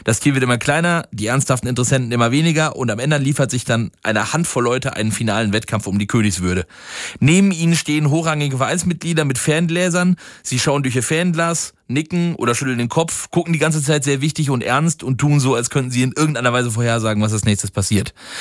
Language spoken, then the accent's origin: German; Wittgenstein, North Rhine-Westphalia, Germany; für uns Wittgensteiner